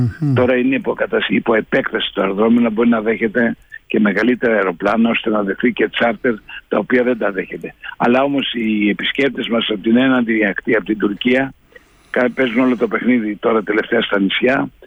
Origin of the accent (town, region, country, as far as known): Greece